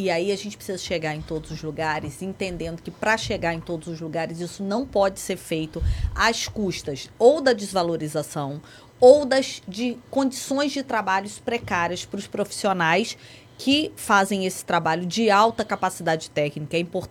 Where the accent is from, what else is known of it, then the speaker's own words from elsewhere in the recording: Rio de Janeiro, Brazil; moved away as an adult; now in Bahia, Brazil; Eu cheguei aqui há 18 anos, vim do estado do Rio de Janeiro.